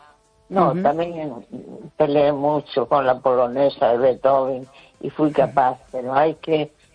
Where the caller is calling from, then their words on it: A Coruña, Galicia, Spain; de La Coruña.